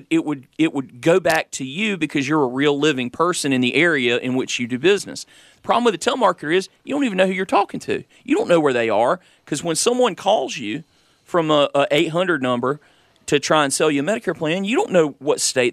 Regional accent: Conway, South Carolina, United States; I'm from Conway, live in Conway.

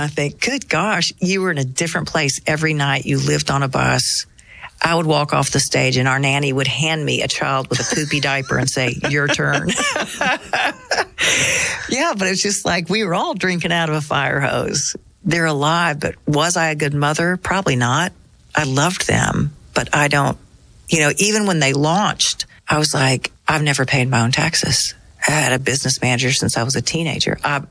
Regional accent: Nashville, Tennessee, United States; But because I grew up in Nashville and just generations of friends, everything was buffered by community.

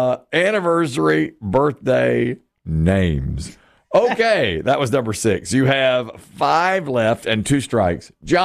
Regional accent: Asheboro, North Carolina, United States; Once we went to see my sister, my father was driving. We're from Ashboro. They, at the time, lived in Rocky Mount.

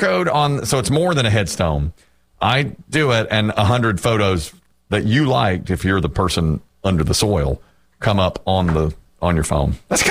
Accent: Asheboro, North Carolina, United States; I'm from Asheboro.

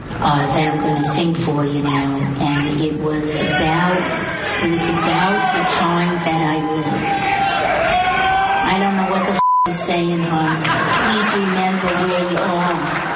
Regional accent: New York City, New York, United States; I'm from Brooklyn.

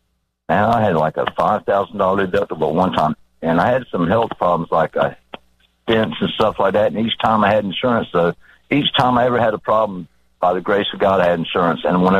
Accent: Sanford, North Carolina, United States; I was from Sanford. I lived in Jacksonville at that time, and it was a good stint.

